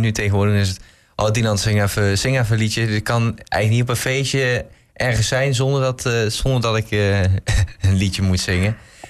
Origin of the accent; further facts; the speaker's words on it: Elst, Gelderland, Netherlands; Ik kom uit Elst, bij Arnhem en Nijmegen.